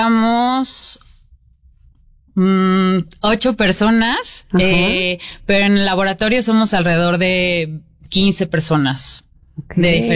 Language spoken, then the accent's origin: Spanish; Mexico; somos mexicanos todos